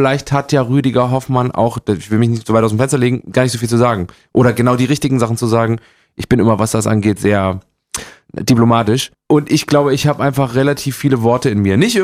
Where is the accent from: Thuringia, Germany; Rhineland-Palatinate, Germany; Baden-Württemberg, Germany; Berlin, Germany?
Thuringia, Germany; Gera; accent: Thuringian